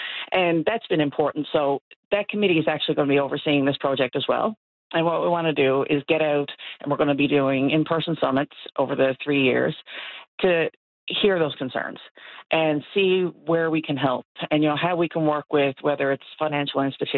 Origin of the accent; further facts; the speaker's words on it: Bonavista, Newfoundland and Labrador, Canada; I mean, I grew up around Bonavista, and to see the amount of families that left and just never came back.